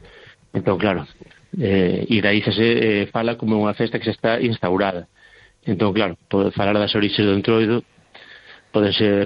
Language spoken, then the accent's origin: Galician; Vilar de Barrio, Galicia, Spain; eu son de Vilar de Barrio e sempre pensei que sabía moito, coñecía moito dos entroidos.